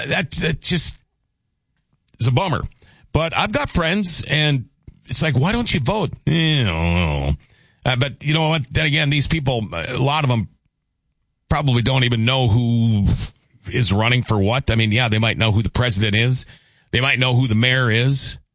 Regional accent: Thief River Falls, Minnesota, United States; Yeah, I am from Thief River.

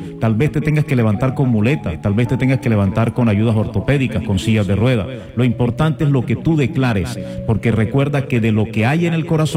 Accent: Zipacoa, Bolívar, Colombia; moved away; tres paisanas de mi pueblo, de Zipacoa

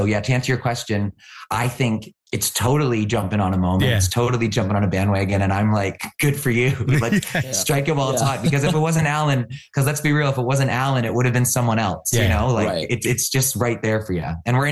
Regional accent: Canada

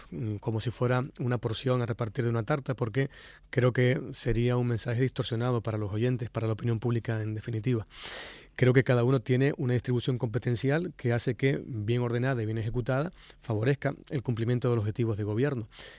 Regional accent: Tenerife, Canary Islands, Spain

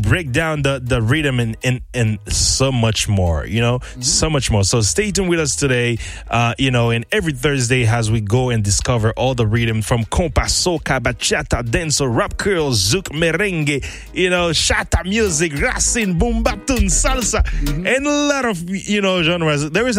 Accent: Haiti; I mean, I've been telling them that, you know, we've been growing up in Haiti. When you grew up in Haiti, you like dancing.

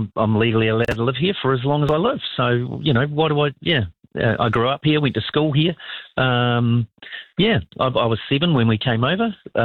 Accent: New Zealand; When New Zealand's playing England, I'm always back in New Zealand. There's definitely, I'm Kiwi as far as I'm concerned.

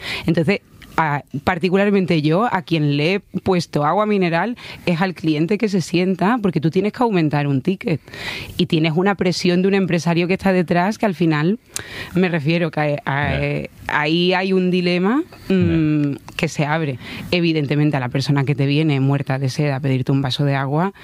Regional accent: Seville, Andalusia, Spain; encima soy sevillana, he sido camarera en Sevilla

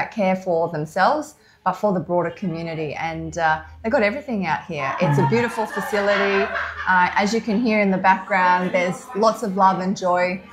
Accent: Katherine, Northern Territory, Australia; now in Cairns, Australia; I said, I'm from the Territory. She's like, get out. And there you go. So from K-Town, Catherine, in the Northern Territory.

